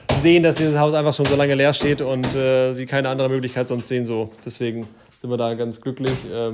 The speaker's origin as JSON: {"language": "German", "town": "Duderstadt", "region": "Lower Saxony", "country": "Germany", "tie": "born or raised there", "also_born_or_lived": "Munich", "said": "ich bin gebürtiger Duderstädter, wollte eigentlich nicht zurück, weil ich habe 10 Jahre jetzt in München gewohnt"}